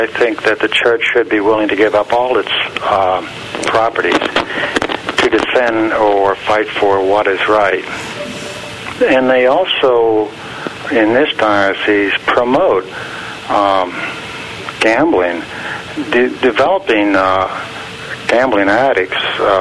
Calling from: Johnstown, Pennsylvania, United States; Johnstown, Pennsylvania.

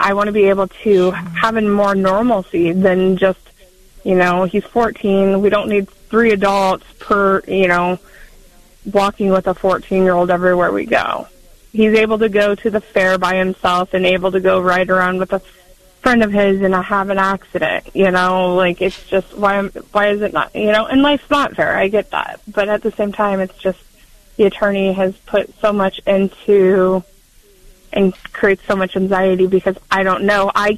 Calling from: Hastings, Nebraska, United States; But I'm from Hastings and Nebraska.

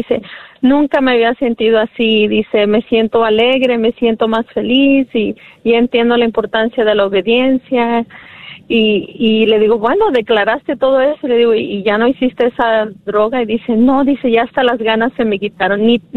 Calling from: Mesquite, Texas, United States; de Mesquite, de Mesquite.

